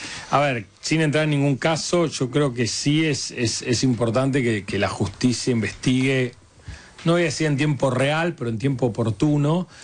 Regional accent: Argentina; creo que también eso es parte del problema que tenemos como argentinos, ¿no?

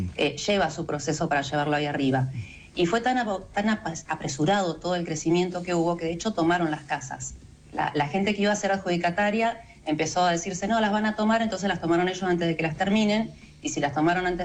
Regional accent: Neuquén, Argentina; soy acá de Neuquén

